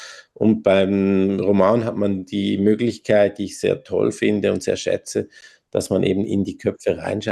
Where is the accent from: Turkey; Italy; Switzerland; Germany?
Switzerland; born there; Ich bin in der Schweiz geboren und meine Eltern sind auch in der Schweiz geboren. Wir sind aber jüdisch